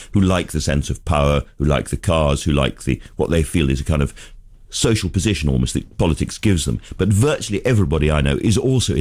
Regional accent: Dundee, Scotland, United Kingdom; I come from Dundee, which, as you know, is the home of the Beano and the Dandy and Desperate Dan.

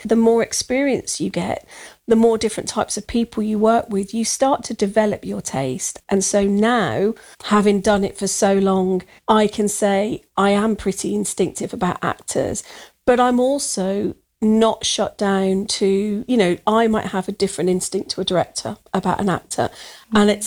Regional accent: Birmingham, West Midlands, United Kingdom; it was set in my hometown.

